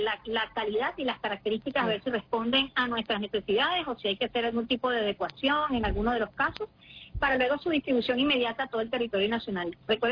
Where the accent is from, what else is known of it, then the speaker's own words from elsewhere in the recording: Venezuela; como patriotas venezolanos y venezolanas que somos